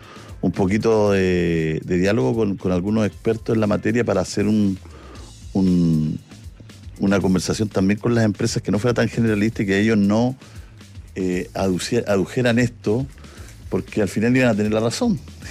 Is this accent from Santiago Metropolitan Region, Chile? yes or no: no; Concepción, Biobío, Chile; nosotros dos vivimos, somos de Concepción, el terremoto del 2010.